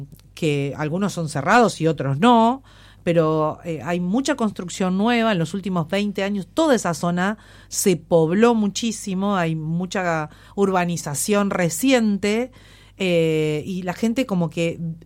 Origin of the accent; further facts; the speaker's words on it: Capitán Bermúdez, Santa Fe, Argentina; yo me crié en Capitán Bermúdez, está al lado de Rosario. Eso es como si fuese un barrio de Rosario